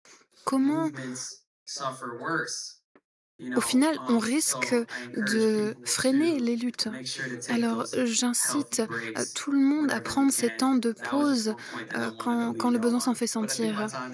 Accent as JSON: {"language": "French", "region": "Chiapas", "country": "Mexico", "second_language": "French", "said": "moi, je viens de Chiapas. C'est l'état le plus au sud du Mexique, donc à la frontière avec le Guatemala."}